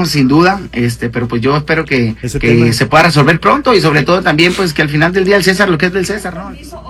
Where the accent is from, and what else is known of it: Mexico